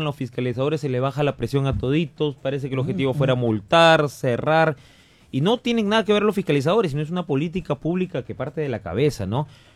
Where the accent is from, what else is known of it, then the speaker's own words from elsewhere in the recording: Castilla, Piura, Peru; also born or lived in Lima; Yo nací en Lima. Un día como hoy hace 38 años, a la edad de 8 años vine aquí a mi querido Castilla, 30 años estudiando, luchando.